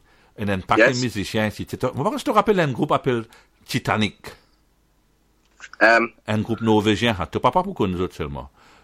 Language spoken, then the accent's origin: English; Port Louis, Mauritius; I grew up in Trangbar. Mon grandi dans Trangbar